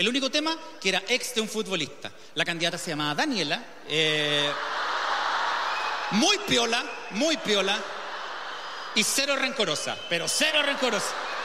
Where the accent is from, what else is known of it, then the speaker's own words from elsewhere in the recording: Chile; Me gusta ser chileno. Me gusta vivir acá. Me gusta ser chileno. Es entretenido vivir en Chile.